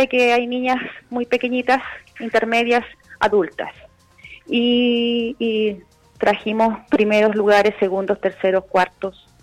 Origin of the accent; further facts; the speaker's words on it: Chile; somos solidarios los chilenos